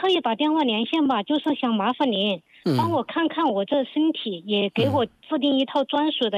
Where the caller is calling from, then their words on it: Guiyang, Guizhou, China; 我是贵州的，贵州贵阳的。